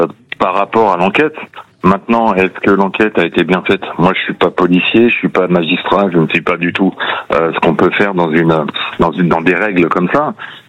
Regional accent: Courson-les-Carrières, Bourgogne-Franche-Comté, France; Alors moi, je suis de Courson-les-Carrières, à côté d'Auxerre.

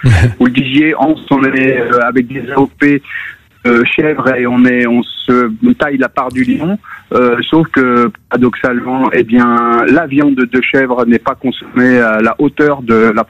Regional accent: Lyon, Auvergne-Rhône-Alpes, France; je suis lyonnais d'origine, vous voyez, là, j'ai connu la gavotte de Condrieu avant même de connaître la brousse du Rove.

